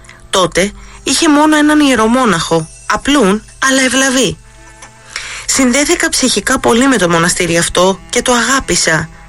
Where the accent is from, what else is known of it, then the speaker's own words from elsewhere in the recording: Vartholomio, Western Greece, Greece; Στην πατρίδα μου, το Βαρθολομιό Ηλίας, κοντά στα πατρικά μας κτήματα